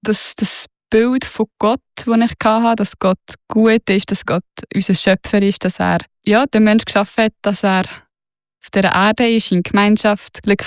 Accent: Lucerne, Switzerland; ich bin auf dem Land im Kanton Luzern aufgewachsen und das ist dort wie gar keine Frage gewesen, das haben alle gemacht.

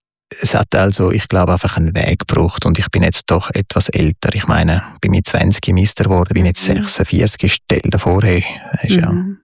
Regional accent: Switzerland; Ich bin Schweizer.

